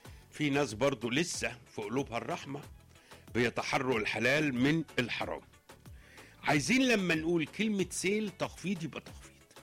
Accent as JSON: {"language": "Arabic", "country": "Egypt", "said": "كمستهلكين كمصريين"}